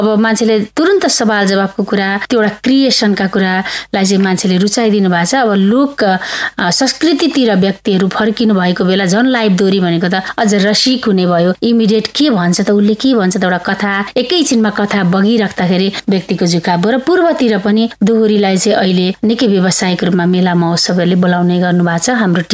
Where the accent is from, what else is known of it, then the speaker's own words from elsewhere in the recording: Dhankuta District, Koshi Province, Nepal; म जन्मिएको जिल्ला धनकुटा जिल्लाको पेरिफेरीमा मैले बालापनमा बिताएका अनुभूतिहरूलाई